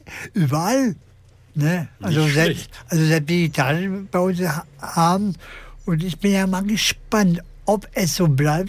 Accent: Berlin, Germany; now in Hannover, Germany; Und ich als Berliner. Ne, und dann nach Hannover, also der Landeshauptstadt Niedersachsen, ne.

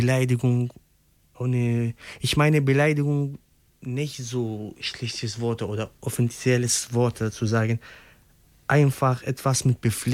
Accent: Syria; German is a second language; moved away as an adult; now in Germany; Ich oder die anderen Syrer, andere Menschen, die aus Syrien gekommen sind, einfach Mensch.

